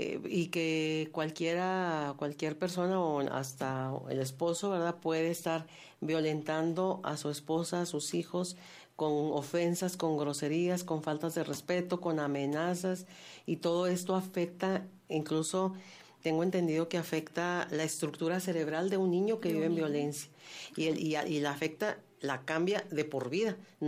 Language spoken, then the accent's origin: Spanish; Mexico; saber qué derechos como mexicanos, ¿verdad?, tenemos para poderlos defender